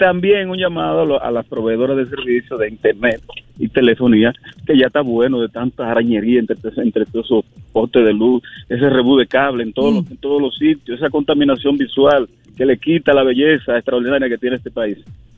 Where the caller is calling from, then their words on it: Santiago de los Caballeros, Santiago, Dominican Republic; Estoy llamando desde Santiago de los Caballeros.